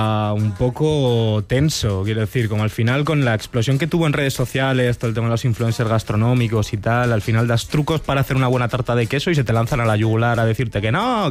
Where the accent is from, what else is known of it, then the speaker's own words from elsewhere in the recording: Pamplona, Navarre, Spain; en la vorágine de San Fermín, como buen pamplonés que soy